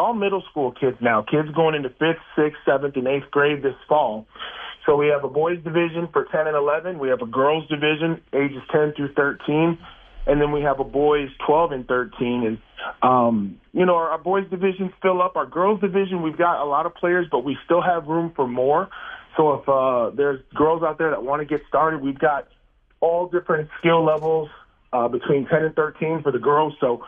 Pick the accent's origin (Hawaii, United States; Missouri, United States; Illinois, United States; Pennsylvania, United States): Illinois, United States; now in Tucson, United States; Illinois, but I've been in Arizona much longer than I've been from Illinois. So I just tell people I'm from Tucson now.